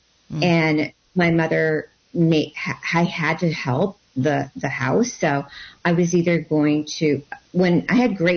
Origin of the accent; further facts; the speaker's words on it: Los Angeles, California, United States; also born or lived in Compton; growing up in Los Angeles, I was born in Compton, and growing up in Los Angeles